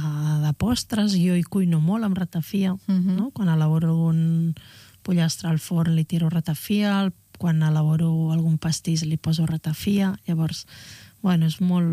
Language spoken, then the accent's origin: Catalan; Montseny, Catalonia, Spain; moved away; also born or lived in Viladrau; Jo que vinc del Montseny